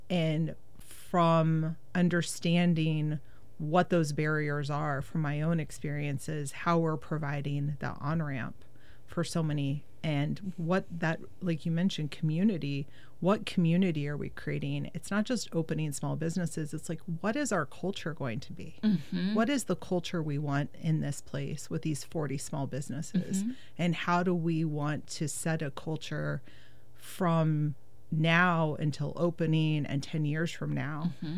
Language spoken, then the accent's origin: English; Lake Lobish, Oregon, United States; my first, like, 4 years of childhood were spent in this area called Lake Lobish. It was north of Silverton, and my parents purchased this house without indoor plumbing